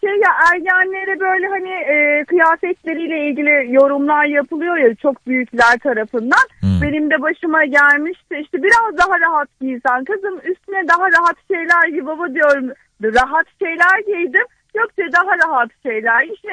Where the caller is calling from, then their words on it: Istanbul, Turkey; Bahçeşehir'den arıyorum.